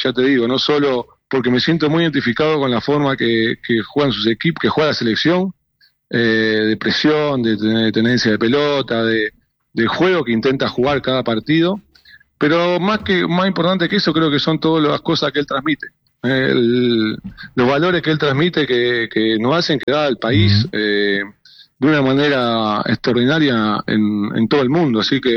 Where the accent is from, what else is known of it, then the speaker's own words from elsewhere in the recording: Argentina; que el 100% de los argentinos nos sentimos identificados con lo que ellos hacen. Porque nosotros somos eso, los argentinos.